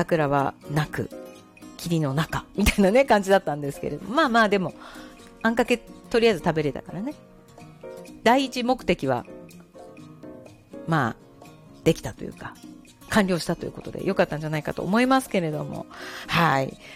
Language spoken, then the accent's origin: Japanese; Hokkaido, Japan; accent: Hokkaido dialect; たまに職場でね北海道弁の話になるんです。で、私なんか結構なまってるんで